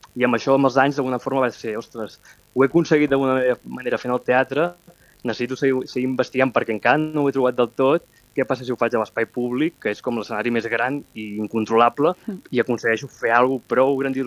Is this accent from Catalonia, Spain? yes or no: yes; Mataró, Catalonia, Spain; jo que sóc de Mataró i he mamat pirotècnia des de ben petit